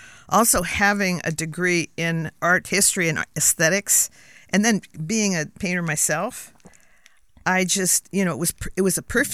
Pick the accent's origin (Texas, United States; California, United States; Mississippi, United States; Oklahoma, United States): California, United States; San Diego; moved away as an adult; I grew up in San Diego, so I'm very Southern California.